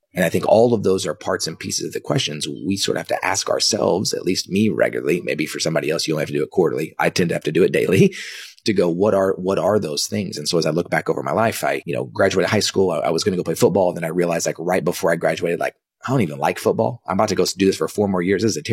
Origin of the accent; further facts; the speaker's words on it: Dallas, Texas, United States; also born or lived in Kansas; So I was born in 1983. I was born in Kansas. I only lived there for about a week. Came back to Dallas night